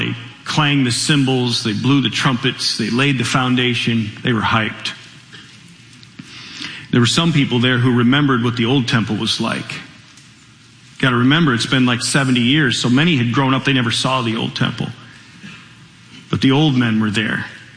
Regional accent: Michigan, United States; When I was a kid, I grew up here in Michigan, for those that might be watching somewhere else.

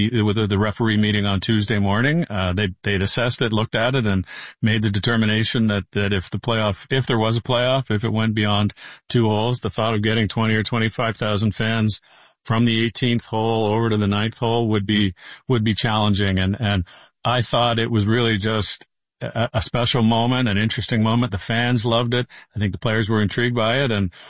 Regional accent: Canada; And I'm at heart, I'm a Canadian golf fan and anyone with wearing a maple leaf, I'll be pulling for them.

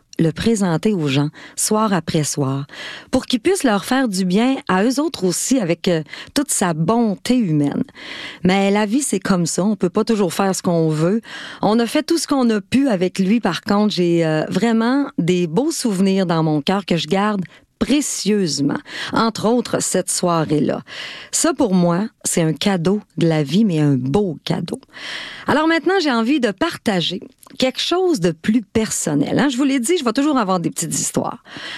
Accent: Dolbeau-Mistassini, Quebec, Canada; Un spectacle qu'on a fait à Dolbeau Mistassini dans mon patelin.

